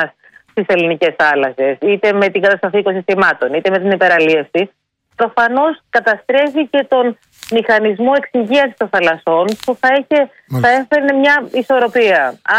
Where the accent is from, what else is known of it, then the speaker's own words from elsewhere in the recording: Greece; Πιστεύω ότι όλοι έχουμε δει μέδουσες μεγαλώνοντας στην Ελλάδα, δεν είναι κάτι καινούριο.